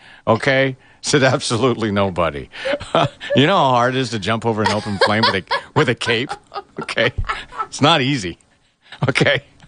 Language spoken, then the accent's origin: English; Edmonton, Alberta, Canada; When I grew up in Edmonton, Northeast Edmonton